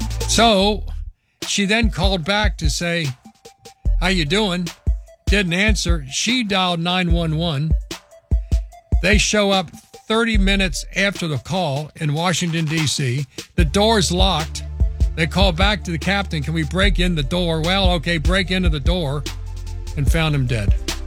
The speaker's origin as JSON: {"language": "English", "country": "Ireland", "said": "I'm an Irishman. I don't care much for the English because they took six of our counties and refused to give it back."}